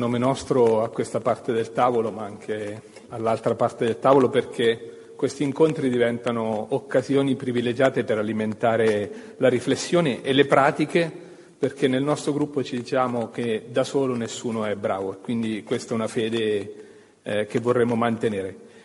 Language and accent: Italian; Marche, Italy; non riesco a fare l'accento toscano perché sono marchigiano